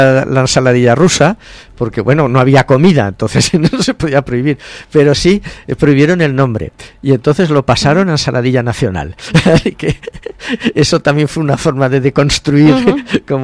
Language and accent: Spanish; Huesca, Aragon, Spain; now in Madrid, Spain; Yo soy madrileño de Huesca